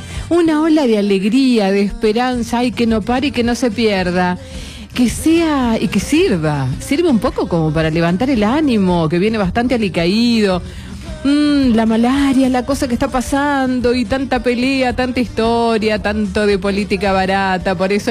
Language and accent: Spanish; Argentina; nos iguala como argentinos.